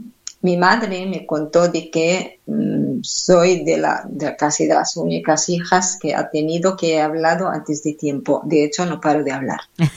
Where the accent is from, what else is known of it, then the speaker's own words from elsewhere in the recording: Nablus, West Bank, Palestine; Catalan is a second language; moved away as an adult; now in Catalonia, Spain; vaig néixer a Nablus